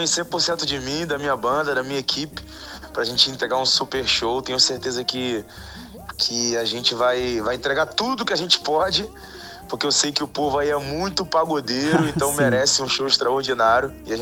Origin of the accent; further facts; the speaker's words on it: Rio de Janeiro, Brazil; Eu sou daqui do Rio de Janeiro, eu sou do subúrbio do Rio